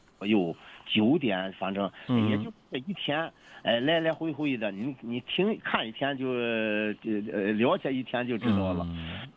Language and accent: Chinese; Xiong'an, Hebei, China; now in Changji, China; 因为我跑过北京客车，我们老家雄安跑北京木樨园的客车。